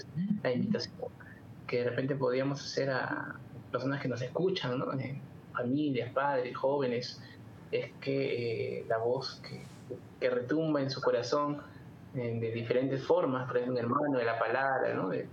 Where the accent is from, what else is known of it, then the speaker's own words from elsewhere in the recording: Peru; Como en Perú nos gusta mucho el fútbol, a veces no vamos mucho al mundial como quisiéramos, pero nos gusta mucho de fútbol.